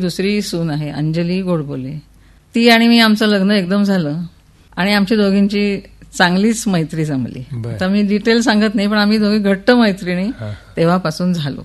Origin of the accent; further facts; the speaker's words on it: Pune, Maharashtra, India; now in Satara, India; म्हणजे मी लग्न करून पुण्याहून साताऱ्यात आले आणि आनंदात होते, सातारा मला आवडत होते